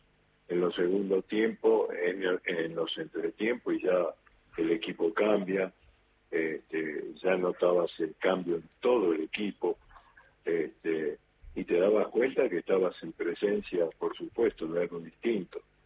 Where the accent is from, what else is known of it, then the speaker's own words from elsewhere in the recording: Buenos Aires, Argentina; No, digo, nací en el Pirovano, sí, siempre estuve en capital